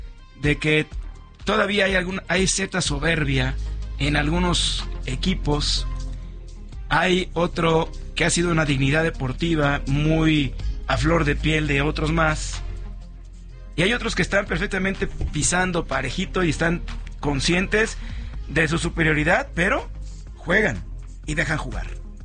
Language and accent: Spanish; Mexico; no somos los mexicanos los únicos que nos desbordamos a la calle en otros países, ¿no?